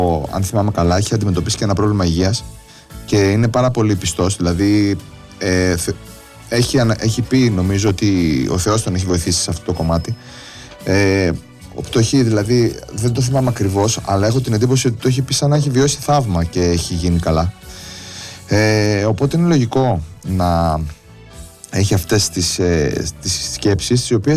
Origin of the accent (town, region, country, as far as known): Megara, Attica, Greece